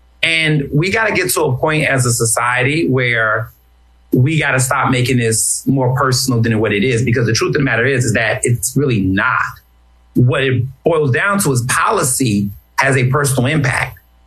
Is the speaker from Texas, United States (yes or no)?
yes; Houston, Texas, United States; also born or lived in Chicago; now in Philadelphia, United States; I was born in Chicago. I grew up in Houston.